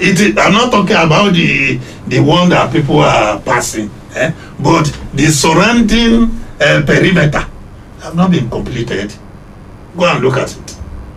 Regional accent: Ondo, Nigeria; I'm from Akoko Southwest.

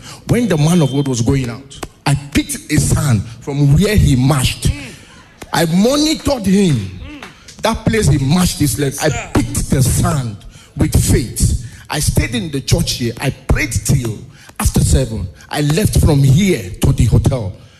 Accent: Cross River, Nigeria; now in Abuja, Nigeria; I am from Cross River State. I stay in Bega.

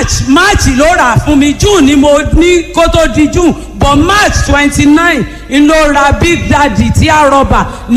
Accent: Eruwa, Oyo, Nigeria; Mo wá ní àti Alákò ní area Èrúwà ni mo ti wá.

